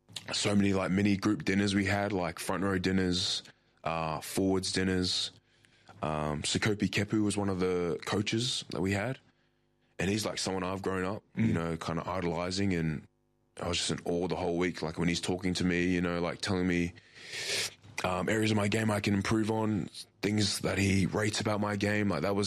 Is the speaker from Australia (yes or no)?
yes; Australia; Like being an Aussie boy